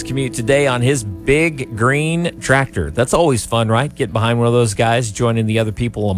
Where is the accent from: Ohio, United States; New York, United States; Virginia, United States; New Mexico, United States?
New Mexico, United States; Roswell; I'm from Roswell, New Mexico, which everybody's like, oh, aliens, man.